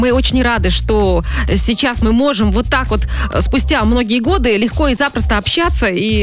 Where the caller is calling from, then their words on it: Vitebsk, Vitebsk Region, Belarus; Мы из Витебска шлем поздравления в Гродно. Всем гродненцам. Всем нашим родным, близким.